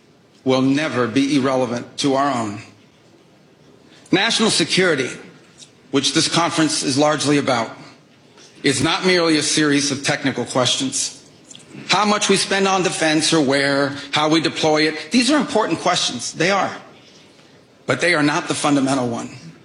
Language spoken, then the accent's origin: English; United States; we Americans